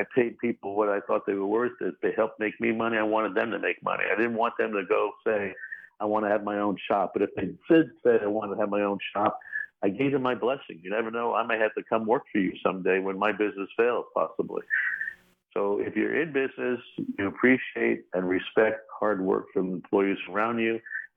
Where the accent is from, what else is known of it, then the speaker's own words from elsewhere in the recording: Brentwood, New York, United States; also born or lived in San Antonio, Texas; Then back to my parents' roots in New York. They were both born in Brooklyn. Lived on Brentwood, Long Island, believe it or not. It was a beautiful place as I was growing up as a kid.